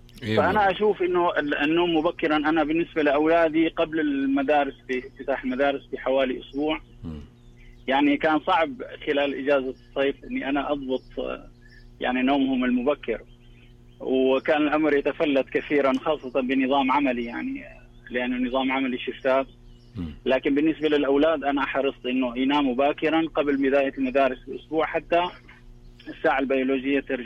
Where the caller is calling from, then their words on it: Mecca, Makkah Province, Saudi Arabia; أنا بكلمكم من مكة الآن، مكة المكرمة.